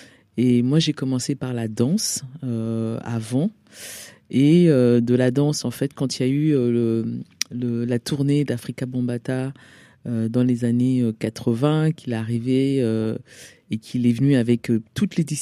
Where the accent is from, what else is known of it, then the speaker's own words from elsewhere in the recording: Alfortville, Île-de-France, France; also born or lived in Cameroon; Moi, j'ai grandi en banlieue, donc du coup dans le 9-4, Alfortville, Maison Alfort. Mais je suis née au Cameroun.